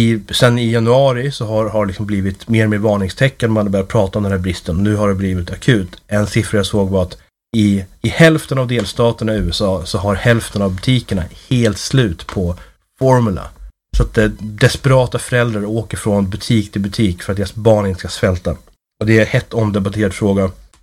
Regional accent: Sweden; Som svensk så undrar man kanske varför det är en så stor sak.

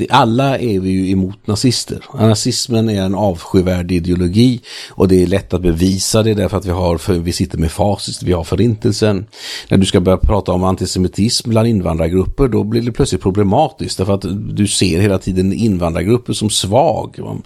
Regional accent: Paris, Île-de-France, France; Jag kommer från Paris. Jag var i Paris förra veckan.

